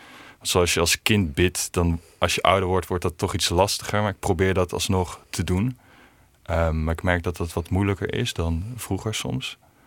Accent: Belgium; Ik ben in België opgegroeid. Ik heb Frans geleerd daar

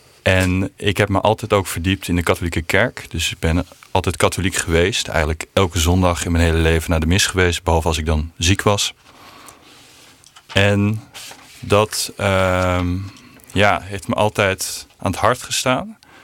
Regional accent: Belgium; moved away as an adult; now in Netherlands; Ik ben opgegroeid in België. Mijn ouders zijn wel Nederlands, dus dat maakt me een soort van Neder-Belg. Ik ben later gaan studeren in Nederland.

